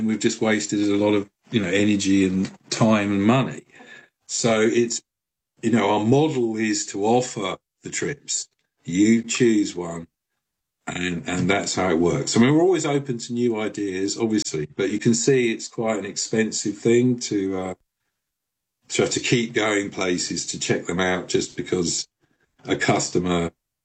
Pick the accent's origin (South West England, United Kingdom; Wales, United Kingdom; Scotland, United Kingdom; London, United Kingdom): London, United Kingdom; and as a Londoner, I'm fascinated by at that point the biggest city in Europe, the most dynamic city.